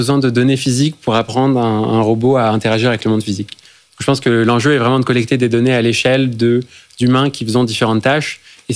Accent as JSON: {"language": "French", "country": "France", "said": "Je suis français."}